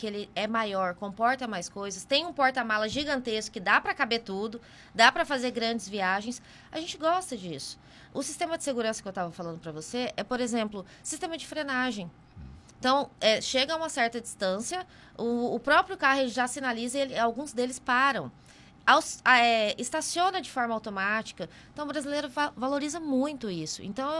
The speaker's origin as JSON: {"language": "Portuguese", "region": "Mato Grosso", "country": "Brazil", "moved": "yes", "said": "E eu vim para a cidade litorânea, eu sou lá do Mato Grosso"}